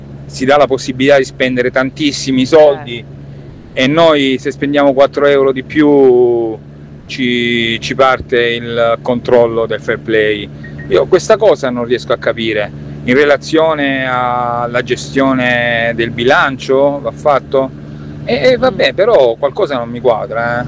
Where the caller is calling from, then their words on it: Lecce, Apulia, Italy; da Lecce.